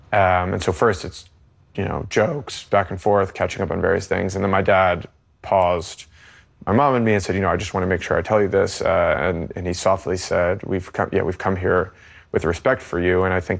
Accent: United States; And I'm an American journalist.

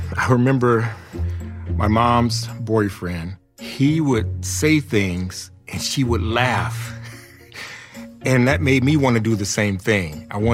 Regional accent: Arkansas, United States; moved away as an adult; now in Los Angeles, United States; I'm originally from Arkansas, but now I live in Los Angeles. I actually moved to Los Angeles right before Y2K happened. So I've been out there for about 25 years.

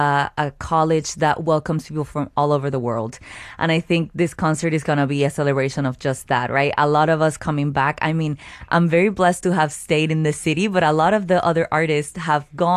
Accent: Caguas, Puerto Rico; my hometown, Caguas, Puerto Rico

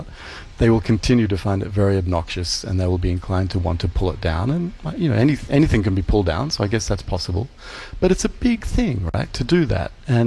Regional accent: Australia; accent: Australian; moved away as an adult; being an Australian. You're quite right to point that out, because, you know, I've lived here almost 20 years, but I certainly grew up in Australia

